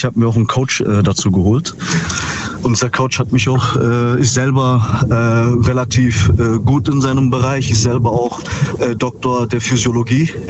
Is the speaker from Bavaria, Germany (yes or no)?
no; Ravensburg, Baden-Württemberg, Germany; Aus Ravensburg.